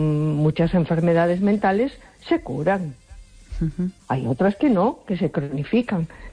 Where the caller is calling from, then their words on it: A Coruña, Galicia, Spain; de Coruña.